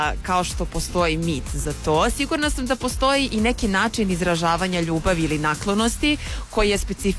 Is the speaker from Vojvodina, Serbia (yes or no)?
no; Belgrade, Serbia; kod nas u Beogradu postoji ono jedno baš klasično pravilo